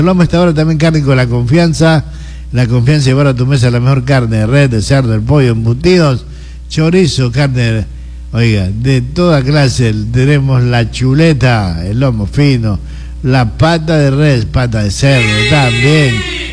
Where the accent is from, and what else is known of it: Ecuador